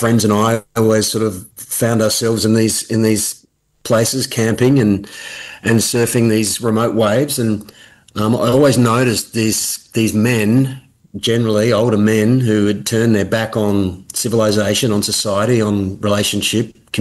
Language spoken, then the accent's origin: English; Adelaide, South Australia, Australia; growing up in Adelaide, the surf is marginal, close by.